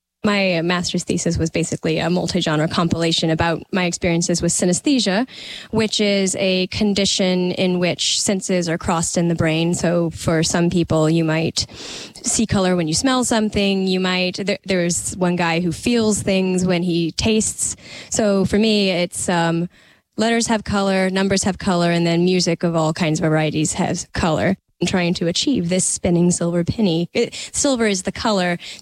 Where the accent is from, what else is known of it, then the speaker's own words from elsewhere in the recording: Alabama, United States; now in Roanoke, Virginia, United States; And I am from Alabama and didn't know my family's heritage.